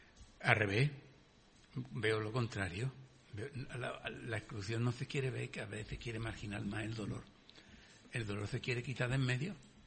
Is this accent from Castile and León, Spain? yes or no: no; Jerez de la Frontera, Andalusia, Spain; Yo soy de Jerez